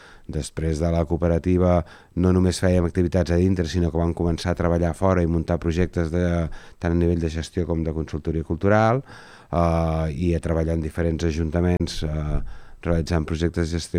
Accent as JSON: {"language": "Catalan", "town": "Mataró", "region": "Catalonia", "country": "Spain", "said": "jo sóc de Mataró"}